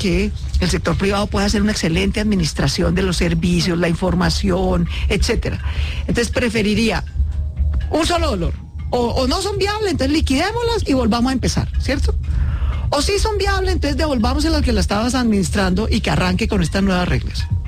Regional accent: Colombia; pues como somos colombianos, ¿cierto?

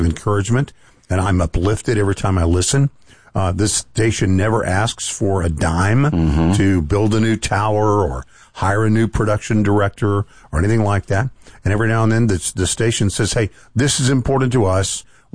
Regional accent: Texas, United States; Gavin Newsom bought billboard space in my home state of Texas

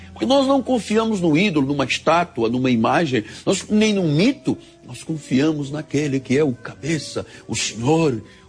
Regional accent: Angola; born there

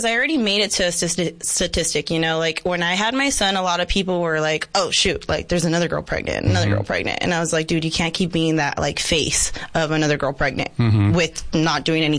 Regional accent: Yuma, Arizona, United States; Yes, born and raised here in Yuma, Arizona.

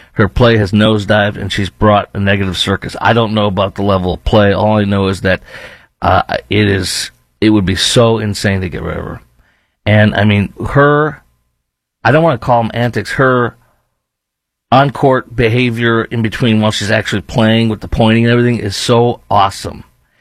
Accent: Chicago, Illinois, United States; Now I grew up in Chicago during the time of the Bulls with the three-peat, the four-peat, the five-peat

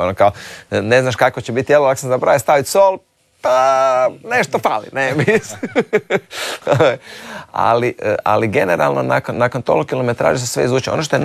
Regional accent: Croatia; ja sam iz Hrvatske.

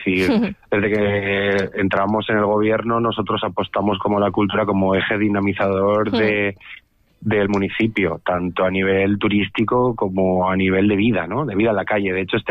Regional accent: Enguera, Valencian Community, Spain

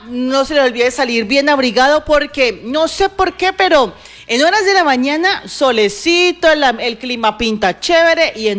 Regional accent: Cali, Valle del Cauca, Colombia; Pues yo, pues, sé que yo soy de Cali, ¿no?

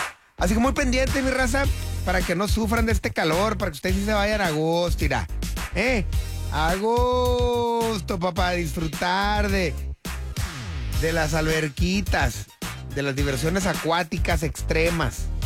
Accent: Tijuana, Baja California, Mexico; yo hablo de Tijuana, ¿verdad? Es de donde yo soy.

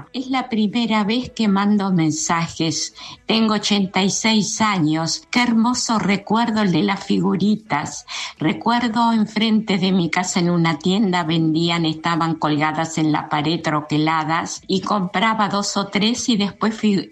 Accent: Adrogué, Buenos Aires Province, Argentina

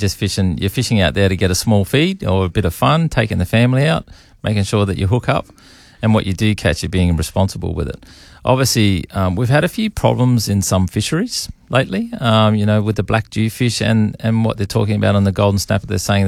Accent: Darwin, Northern Territory, Australia; I was brought up here and, we've been fishing all our lives, much like you.

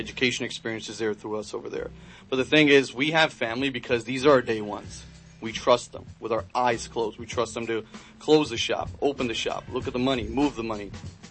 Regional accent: Queens, New York, United States; now in Bellport, United States

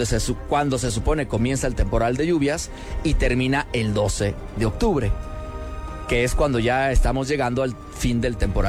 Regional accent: Jalisco, Mexico; Como tapatíos, como zapopanos, como jalisquillos, esto es parte de nuestra historia.

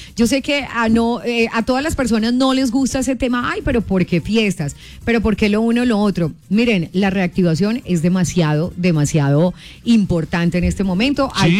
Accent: Manzanares, Caldas, Colombia; Usted sabe que yo amo a mi tierra hermosa que está ubicada en el oriente de Caldas.

